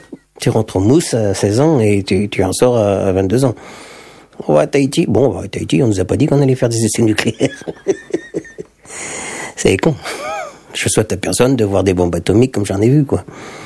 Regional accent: Trézien, Brittany, France; marin pêcheur à l'Empol Plouarzel, enfin à Plouarzel, je suis de Trésien. J'ai un bateau de 8 mètres

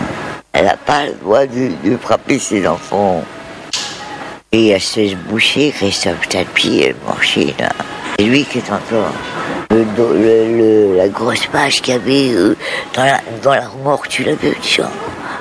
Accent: Denmark; Ah, je suis de loin, ouais. Je suis du Danemark.

